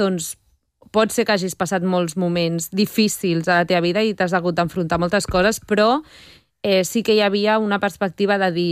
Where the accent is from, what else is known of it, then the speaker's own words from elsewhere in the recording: Barcelona, Catalonia, Spain; born there; also born or lived in Colombia; aquí a Barcelona, que la meva mare i jo vam venir de Colòmbia, això fa el 2001, una cosa així.